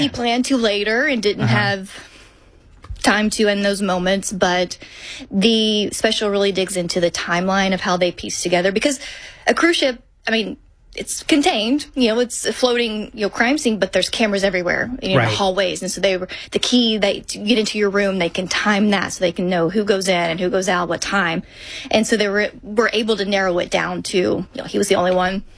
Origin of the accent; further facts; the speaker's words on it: Arkansas, United States; Like, I grew up in Arkansas, so we're not surrounded by water, so.